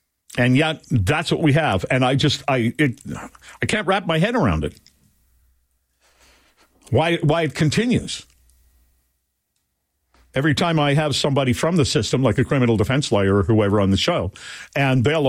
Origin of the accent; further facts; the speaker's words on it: Canada; And, you know, I grew up in Canada. I went to the United States and worked there, got into talk radio, and then came back here in 2010.